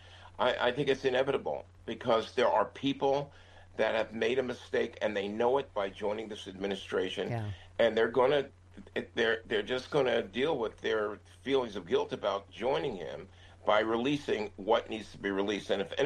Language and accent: English; New York City, New York, United States; my hometown here